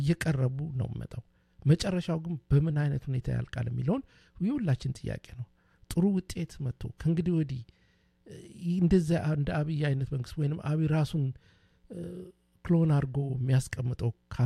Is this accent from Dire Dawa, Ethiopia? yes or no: yes; Dire Dawa, Ethiopia; ያው እኔ ድሬዳዋ ነው የተወለድኩት እንግዲህ አሁን ኦሮሚያ ክልል ነው ተወልጄ ያደኩት አይደለም እንዴ?